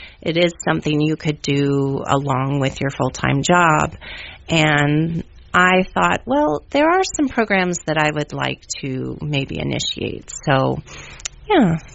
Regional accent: Chattanooga, Tennessee, United States; moved away as an adult; also born or lived in New York / The Gambia / Montana / Arizona; now in Ripon, United States; So I grew up in Tennessee, and then I went to a small private liberal arts college in New York, and then I was in the Peace Corps in West Africa in a tiny little country called the Gambia.

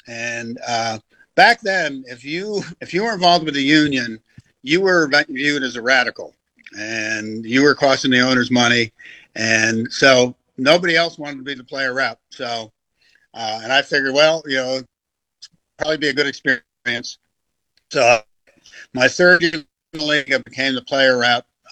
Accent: Buffalo, New York, United States; I grew up in Buffalo, New York, played, was a three-sport athlete in high school

